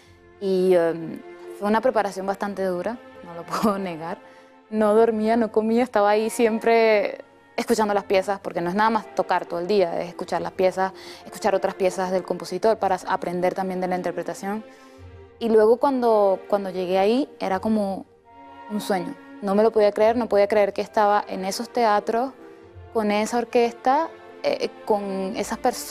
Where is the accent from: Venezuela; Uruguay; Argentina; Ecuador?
Venezuela; yo soy venezolana